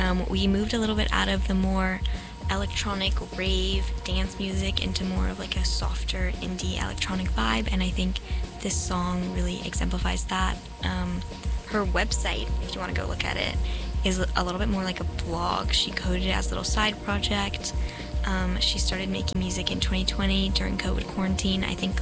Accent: Los Angeles, California, United States; As someone who's born and raised in Los Angeles

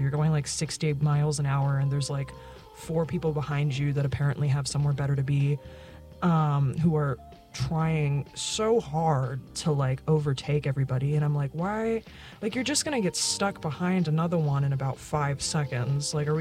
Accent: Fresno, California, United States; moved away; I was back home in Fresno. Those of you who are longtime listeners know I am from the Central Valley.

